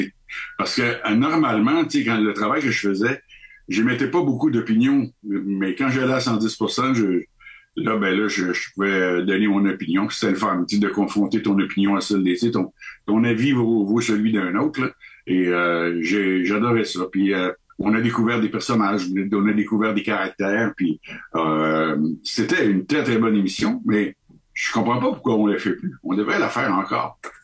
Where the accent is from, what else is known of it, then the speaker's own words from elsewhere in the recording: Canada; écoutez, moi, je suis du Canada, je suis ici de passage